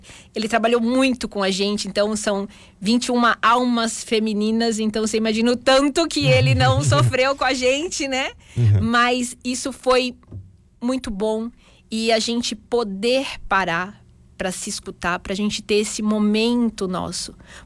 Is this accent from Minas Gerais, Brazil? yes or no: no; São Paulo, Brazil; now in Garibaldi, Brazil; Eu venho de São Paulo, então chegar em Garibaldi, ser uhum, essa cidade tranquila